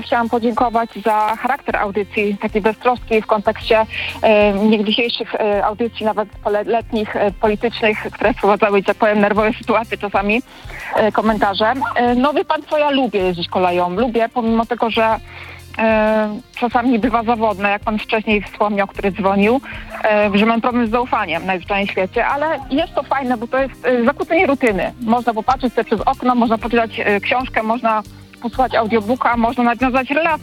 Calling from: Gorzów Wielkopolski, Lubusz Voivodeship, Poland; dzwonię z Gorzowa Wielkopolskiego

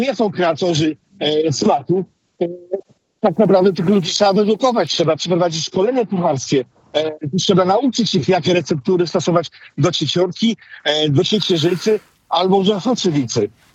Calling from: Pomeranian Voivodeship, Poland; W mojej wsi, gdzie mieszkam pod Gdańskiem

